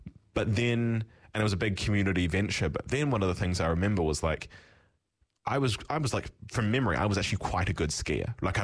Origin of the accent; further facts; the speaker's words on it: South Island, New Zealand; I grew up in the South Island, and like my primary school every year had a ski trip